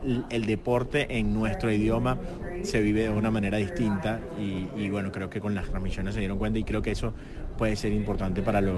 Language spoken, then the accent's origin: Spanish; Venezuela; now in Miami, United States; la mayoría somos venezolanos